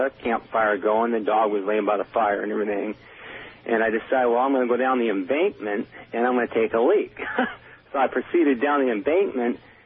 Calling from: Darrington, Washington, United States; I'm calling from Darrington, Washington.

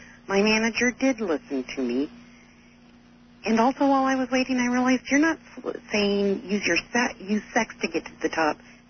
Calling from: California, United States; I'm midway between Arcata and San Francisco.

